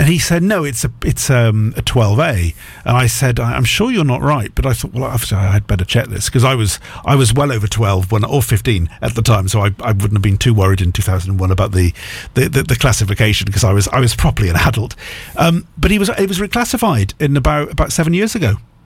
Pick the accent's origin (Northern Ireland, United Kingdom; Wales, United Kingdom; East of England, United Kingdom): Wales, United Kingdom; Cardiff; I'm from Cardiff